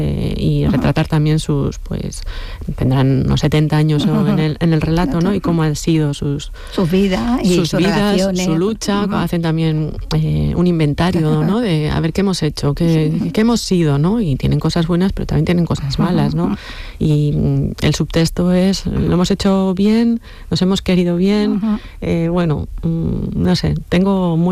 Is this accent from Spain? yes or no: yes; Errenteria, Basque Country, Spain; Yo soy de Rentería y allí tuvo... Bueno, pues hicieron grandísimas cosas, ¿no?